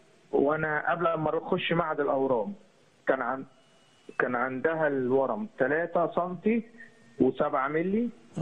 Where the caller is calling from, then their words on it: Giza Governorate, Egypt; انا من الجيزه